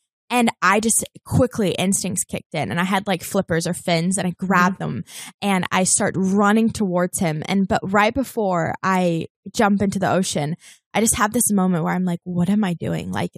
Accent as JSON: {"language": "English", "country": "New Zealand", "tie": "born or raised there", "moved": "yes", "lives_now": "Los Angeles, United States", "said": "Yeah, so I had just several years ago, I just moved to LA. I grew up in New Zealand, moved to LA."}